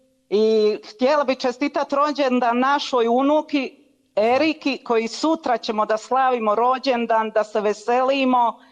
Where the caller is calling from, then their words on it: Pula, Istria County, Croatia; mi dolazimo iz Pule